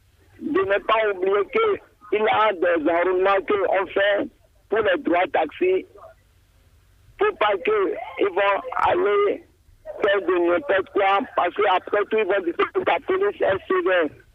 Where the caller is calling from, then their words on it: Benin; Bégamin, actuellement Bégamin.